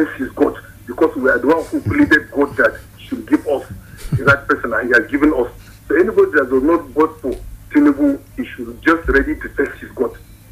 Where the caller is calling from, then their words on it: Nigeria; We're calling from Angwanda, Musa.